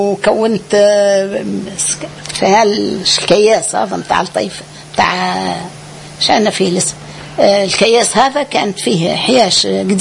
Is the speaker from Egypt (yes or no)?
no; Medenine, Tunisia